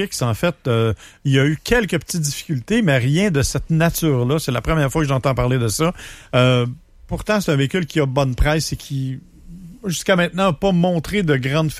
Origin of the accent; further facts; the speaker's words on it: Saint-Hyacinthe, Quebec, Canada; Moi, je suis de Saint-Hyacinthe, c'est pas un secret.